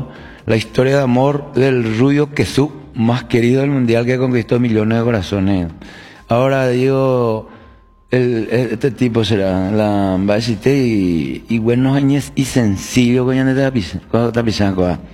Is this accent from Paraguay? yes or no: yes; Paraguay; Como buen paraguayo que soy, siempre me gusta saludar.